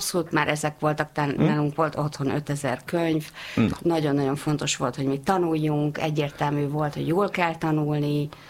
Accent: Salgótarján, Nógrád, Hungary; also born or lived in Szolnok; Szolnokon születtem, és akkor, amikor 6 éves lettem, és iskola kezdő, akkor az aput elhelyezték Nógrád megyébe, és Nógrád megyei tudósító lett. Úgyhogy akkor az én nagy bánatomra Salgótarjánba költözött a család.

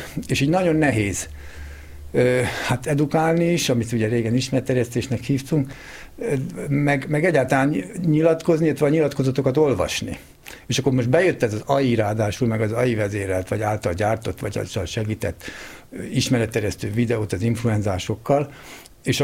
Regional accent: Jász-Nagykun-Szolnok, Hungary; born or raised there

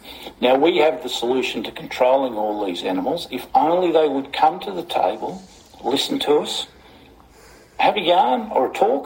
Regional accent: Australia; I, as an Australian

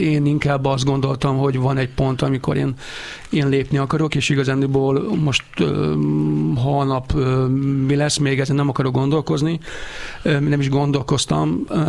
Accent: Budapest, Hungary; Én a 11. kerülethez tartom magam, mert én ott születtem, ott jártam iskolába, Vodába, egyébként meg Erzsébeten laktunk

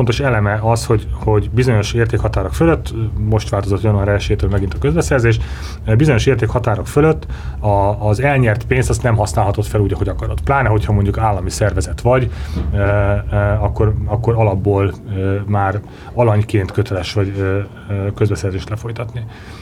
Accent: Hungary; Ugye magyarok is vagyunk, kurucosak is vagyunk

